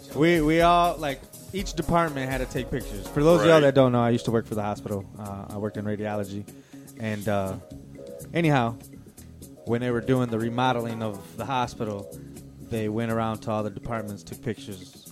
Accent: Lansing, Michigan, United States; Something back in my hometown, Lansing.

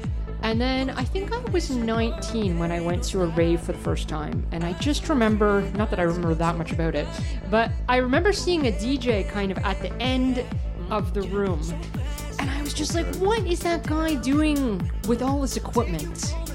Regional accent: Canada; And like, me being Canadian, we can't club at that young an age.

